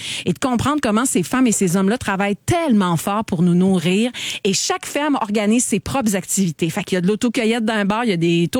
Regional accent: Quebec, Canada; chez nous, au Québec, on a une diversité agricole dont on est extrêmement fiers.

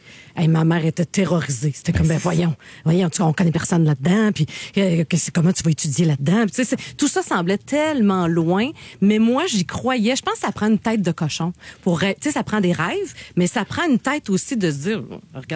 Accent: Port-Cartier, Quebec, Canada; moi aussi, j'ai d'une petite place comme toi. Tu sais, je viens de la Côte-Nord, Port-Cartier, on était 7000.

